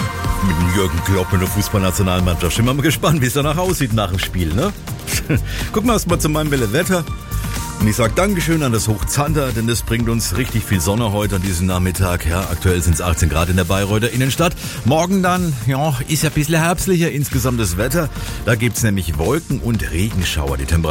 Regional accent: Kronach district, Bavaria, Germany; In Seibelsdorf, das ist im Landkreis Kronich, da komme ich her aus der Gegend.

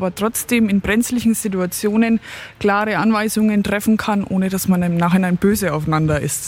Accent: Neuhaus, Bavaria, Germany; now in Hollfeld, Germany; aktuell wohnhaft in Hollfeld, engagiere mich auch dort in der Feuerwehr, bin aber auch liebend gern in meinem Heimatort Neuhaus noch aktiv.

